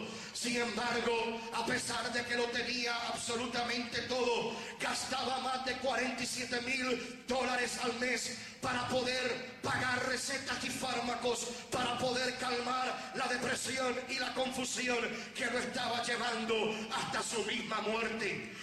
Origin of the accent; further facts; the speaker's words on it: Puerto Rico; En mi país de Puerto Rico, un país de 4 millones de habitantes